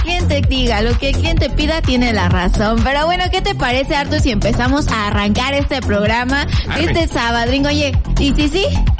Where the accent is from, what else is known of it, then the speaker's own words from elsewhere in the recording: Mexico; como buenos mexicanos, vamos a iniciar con música